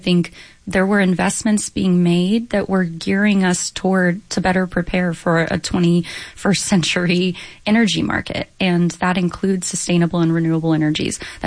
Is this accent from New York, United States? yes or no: no; Corpus Christi, Texas, United States; moved away; Growing up in Corpus